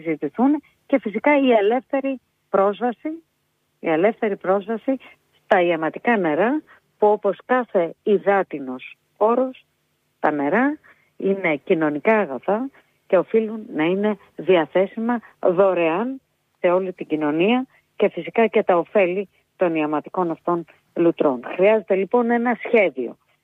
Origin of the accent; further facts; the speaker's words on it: Lamia, Central Greece, Greece; Εγώ που είμαι από τη Λαμία